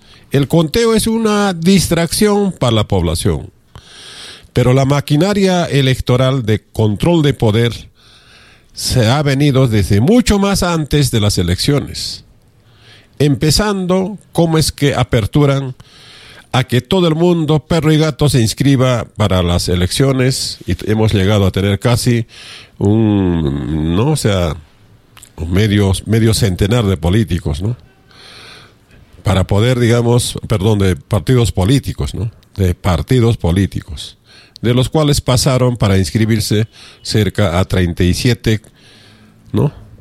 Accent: Peru; una gran mayoría de los peruanos reflexionamos de una y otra forma

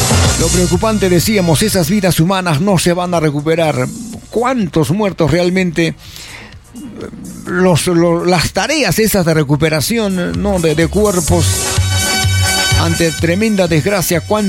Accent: Peru; nosotros como peruanos

